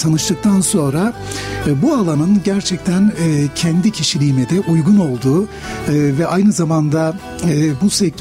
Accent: Malatya, Turkey; moved away as an adult; also born or lived in Ankara; Ben ilk ve orta öğrenimim Malatya'da, memleketim olan Malatya'da tamamladım. Sonrasında Ankara'da Gazi Üniversitesi'nde İktisadi İdare Bilimler Fakültesini bitirdim.

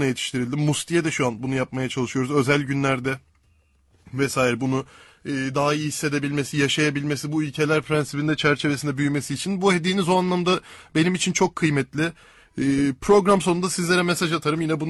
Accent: Istanbul, Turkey; Liglerde çok sayıda İstanbul takımı olmasını bir İstanbullu olarak.

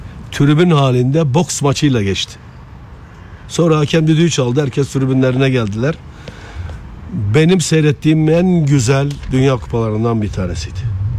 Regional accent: Adana, Turkey; ben nasılsa Adanalıyım

